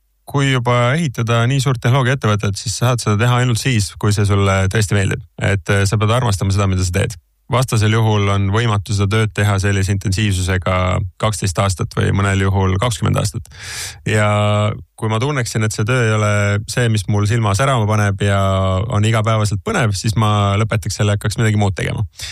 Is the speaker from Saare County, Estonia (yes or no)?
yes; Kuressaare, Saare County, Estonia; ma kasvasin üles Saaremaal Kuressaares, kuni ma olin 7-aastane, käisin seal lasteaias, käisin seal esimese klassi koolis